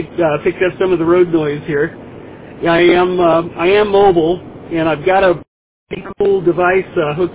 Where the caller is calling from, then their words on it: Boise, Idaho, United States; I'm hailing from Boise, Idaho.